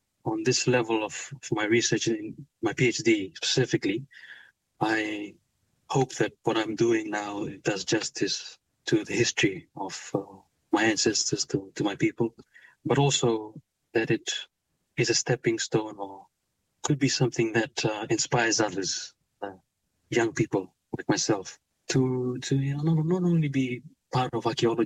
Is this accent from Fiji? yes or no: yes; Viti Levu, Fiji; I spent much of my time growing up in Viti Levu, the other island near Suva.